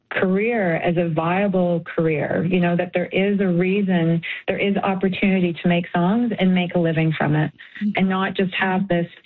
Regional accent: Canada; our music as Canadians

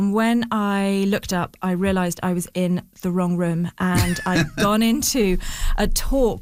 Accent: United Kingdom; And because I'm so British and so awkward, I was too embarra

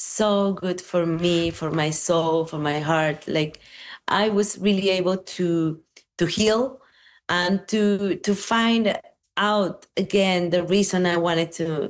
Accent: Veracruz, Mexico; I grew up in Veracruz. Eventually, I wanted to go back home.

